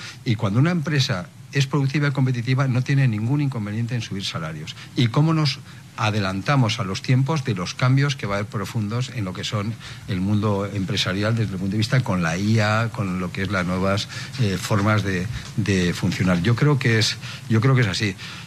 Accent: Spain; nosotros como ciudadanos españoles

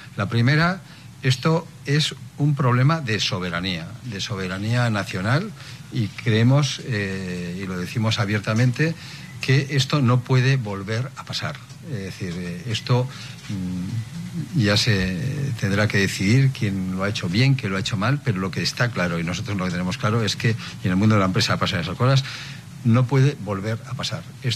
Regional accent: Bilbao, Basque Country, Spain; si en mi tierra, en mi ciudad entran 1.300.000 personas, que son los que vivimos en el Gran Bilbao

